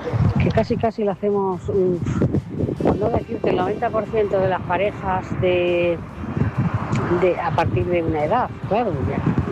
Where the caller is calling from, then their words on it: Móstoles, Community of Madrid, Spain; Buenas noches, Maite. … de Móstoles.